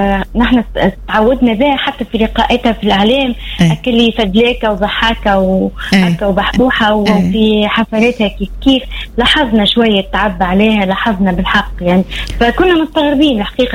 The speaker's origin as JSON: {"language": "Arabic", "country": "Tunisia", "said": "وأغاني تونسية اللي نحبوها بلهجتنا هكا وبتراثنا وعاداتنا."}